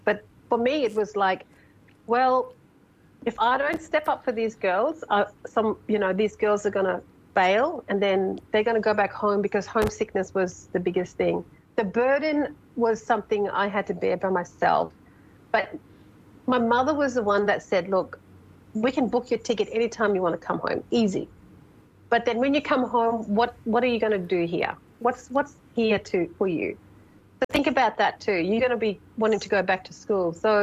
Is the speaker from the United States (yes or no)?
no; Wyndham, Western Australia, Australia; born or raised there